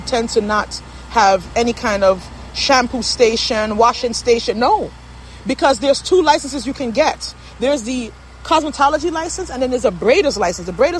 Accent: Jamaica; As you guys know, being a Jamaican, we always have a hustle.

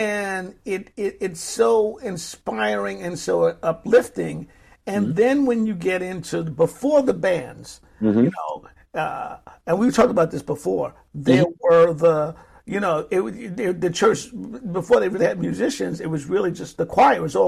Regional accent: Brooklyn, New York, United States; I am from Brooklyn, yeah.

